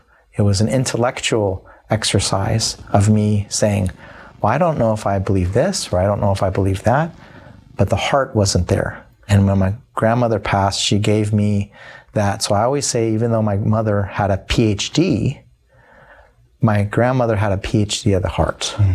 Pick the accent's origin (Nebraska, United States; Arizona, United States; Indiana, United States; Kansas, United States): Arizona, United States; Tempe; also born or lived in Iowa; growing up in Tempe, Arizona, to two parents who are highly educated, one with a PhD, the other everything but a PhD